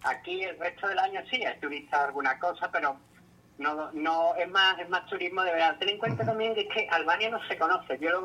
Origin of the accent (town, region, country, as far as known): Spain